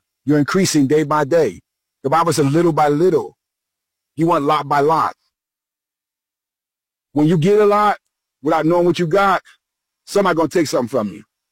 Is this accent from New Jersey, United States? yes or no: yes; New Jersey, United States; I'm from New Jersey.